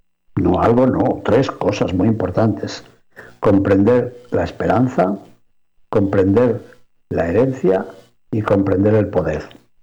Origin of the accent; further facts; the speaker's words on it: León, Castile and León, Spain; Recuerdo una miniatura que se conserva en el museo de la Colegiata de San Isidoro en León, en mi ciudad natal